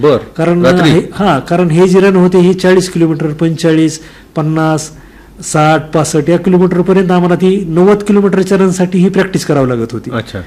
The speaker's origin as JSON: {"language": "Marathi", "region": "Maharashtra", "country": "India", "tie": "born or raised there", "said": "माझं मूळ गाव पिठी आहे"}